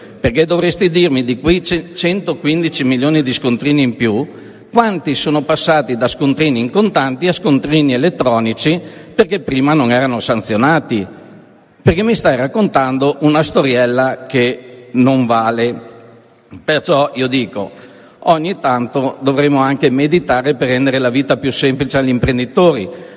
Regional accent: Veneto, Italy; Perché io vengo dal Veneto, noi abbiamo un problema fondamentale nelle regioni di confine.

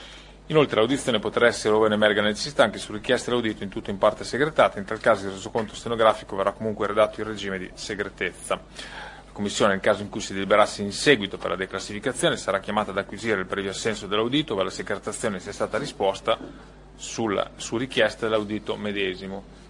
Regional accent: Emilia-Romagna, Italy; lo ringrazio anche da Emiliano Romagnolo perché ha servito anche come commissario per la mia regione.

